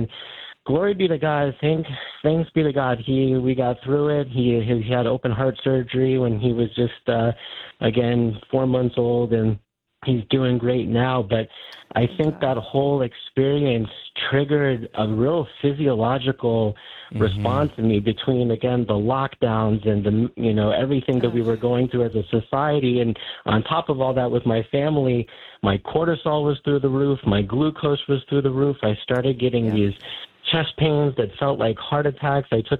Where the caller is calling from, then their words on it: Phoenix, Arizona, United States; I'm calling from Phoenix, Arizona